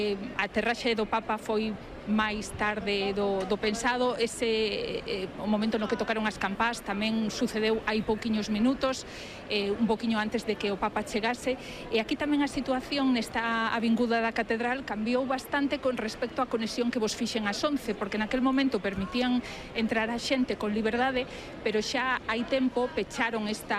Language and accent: Galician; O Grove, Galicia, Spain; Eu do Grove.